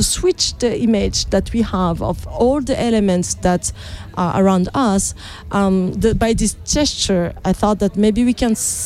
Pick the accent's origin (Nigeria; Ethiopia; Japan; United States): Japan; English is a second language; I'm from Japan, so I'm pointing Europe as a different part of geographically mm-hmm. on Earth from where I come from.